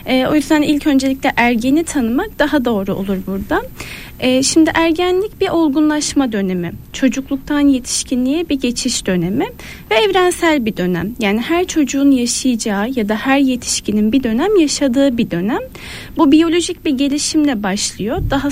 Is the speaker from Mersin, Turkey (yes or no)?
no; Mardin, Turkey; Mardinliyim, 4 kız kardeşiz. Ailenin ikinci çocuğuyum.